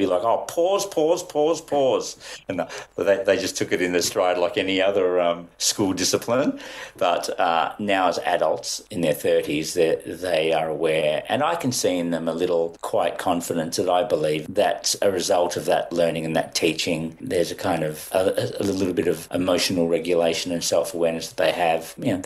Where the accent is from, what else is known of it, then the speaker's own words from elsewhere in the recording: Melbourne, Victoria, Australia; also born or lived in India; Grew up in Melbourne. We went straight to Melbourne to Moonee Ponds when I was 2.5 years old. I was the youngest of five. And then we eked out an existence in the suburbs of Melbourne